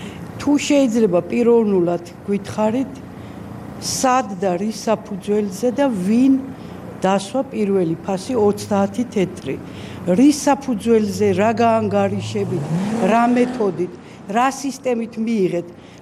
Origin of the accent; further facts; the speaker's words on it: Kakheti, Georgia; მე მაინც კახელი ვარ